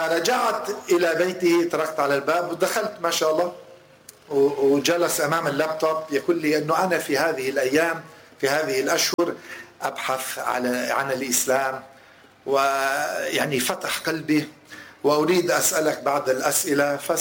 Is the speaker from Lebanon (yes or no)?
yes; Lebanon; moved away; لأنه نحن أصلنا من لبنان